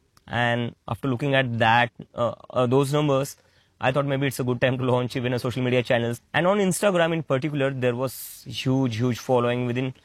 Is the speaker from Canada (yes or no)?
no; India; an international student studying in the US on an Indian passport. I was an Indian abroad. Everybody who knew me there knew me as an Indian, a brown guy studying in the US.